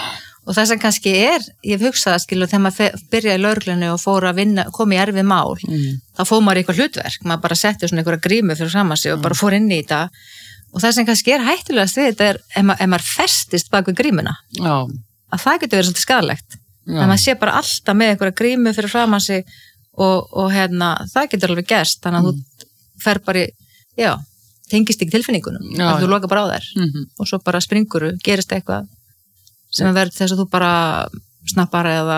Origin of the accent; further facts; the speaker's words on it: Ísafjörður, Westfjords, Iceland; já, ég óttaðist sjóin sem kannski líka tengist því að ég alveg upp á Ísafirði það sem voru 10 sjóslys og menn drukknuðu